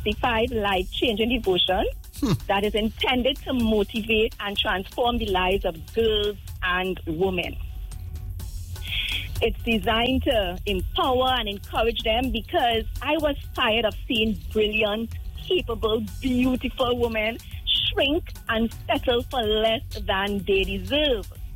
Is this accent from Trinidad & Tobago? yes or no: yes; Mayaro, Mayaro–Rio Claro, Trinidad & Tobago; I grew up in Mayaro.